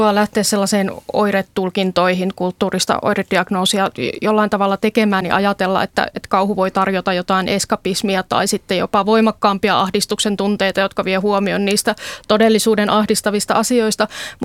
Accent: Imatra, South Karelia, Finland; moved away; itsehän olen siis Imatralta kotoisin alun perin

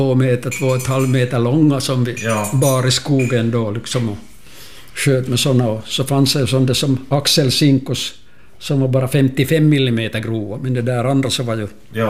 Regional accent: Ostrobothnia, Finland; born there; also born or lived in Brändö; hösten 58 och vårterminen 59 som jag bodde där hemma i Skarpkile.

